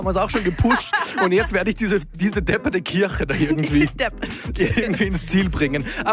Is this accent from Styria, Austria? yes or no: no; Salzburg, Austria; Aber ich möchte dir sagen, vollkommen unvoreingenommen als Salzburger, Friedenskirche im Hochgründeck. Nicht weit weg von mir zu Hause, ist schön.